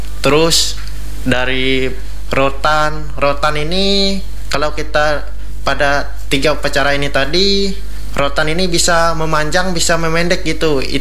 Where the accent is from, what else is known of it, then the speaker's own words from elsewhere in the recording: Rungan District, Central Kalimantan, Indonesia; di daerah saya itu di Kecamatan Rungan, Kabupaten Gunung Mas ya.